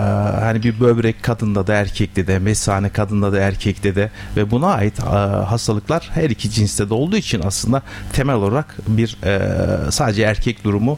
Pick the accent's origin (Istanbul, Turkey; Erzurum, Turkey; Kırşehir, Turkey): Kırşehir, Turkey; moved away as an adult; also born or lived in Izmir / Ankara; 1973 Kırşehir'de doğdum. İlk ve orta öğrenimi Kırşehir'de tamamladım.